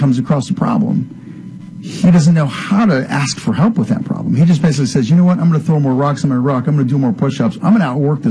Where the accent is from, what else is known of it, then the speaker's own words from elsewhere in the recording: Pennsylvania, United States; now in Texas, United States; I'm from Pennsylvania originally. When I got to Texas, Fort Hood, I realized that Texas, you're a Texan first